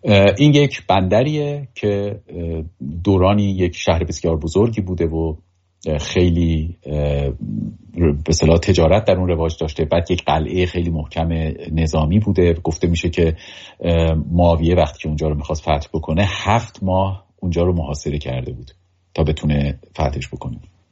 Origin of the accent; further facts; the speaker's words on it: Iran; به عنوان یک ایرانی